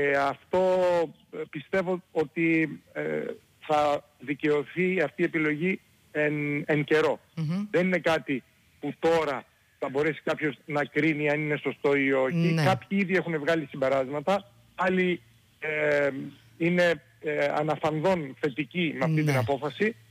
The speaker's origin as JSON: {"language": "Greek", "town": "Leipsoi", "region": "South Aegean", "country": "Greece", "said": "αλλά για το νησί μου και για την πατρίδα μου."}